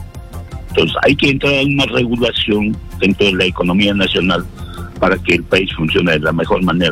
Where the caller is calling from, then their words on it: Peru; Nosotros somos peruanos